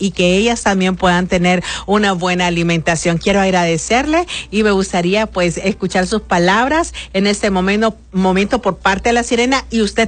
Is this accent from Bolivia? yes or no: no; Honduras